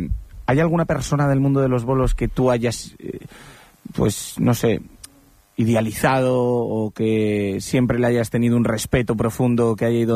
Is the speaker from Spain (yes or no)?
yes; Cantabria, Spain; soy cántabro, nacido aquí, me he criado aquí